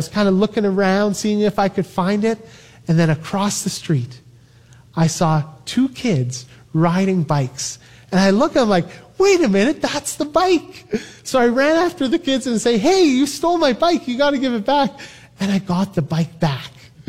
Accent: Toronto, Ontario, Canada; It was grade 12 and I grew up in Toronto, in a neighborhood that I would say is not the safest, and yet, you know, it was fine for me.

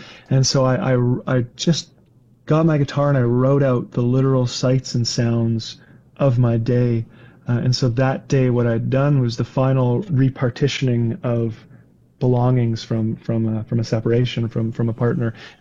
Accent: Winnipeg, Manitoba, Canada; moved away; I had spent the pandemic years back home in Winnipeg, living in the West End

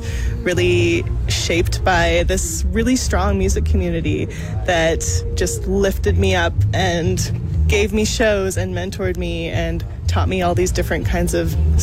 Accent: Yukon, Canada; Yukon was really the perfect place to grow up as a musician, as a creative, and just a curious child.

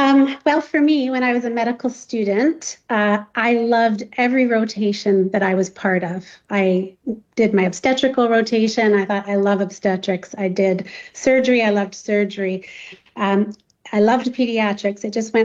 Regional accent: Uxbridge, Ontario, Canada; I knew I wanted to practice in my hometown of Uxbridge

